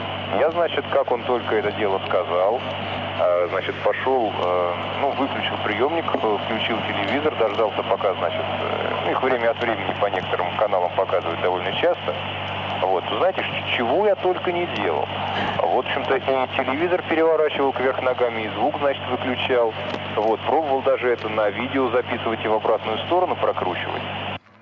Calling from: Volgograd, Volgograd Oblast, Russia; Я, значит, из Волгограда

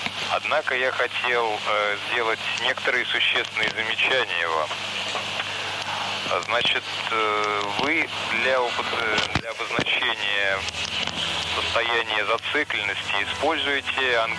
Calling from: Volgograd, Volgograd Oblast, Russia; Я вот из Волгограда вам звоню.

